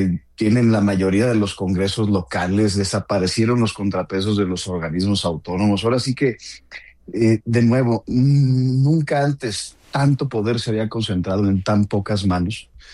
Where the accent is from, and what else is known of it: Mexico